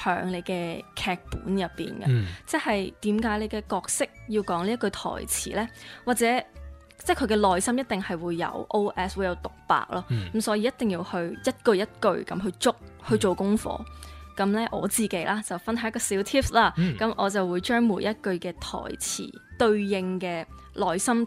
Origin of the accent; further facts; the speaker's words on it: Macau; 我同麦思玉一样都是土生土长的澳门人